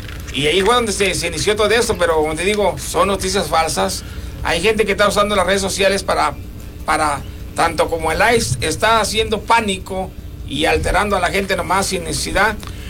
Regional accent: Nuevo León, Mexico; now in Bryan, United States; el mercado en mi pueblo, el mercado Juárez allá en Doctor Río Nuevo León

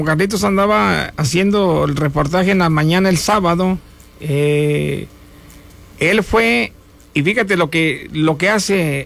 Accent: Nuevo León, Mexico; now in Bryan, United States; el mercado en mi pueblo, el mercado Juárez allá en Doctor Río Nuevo León

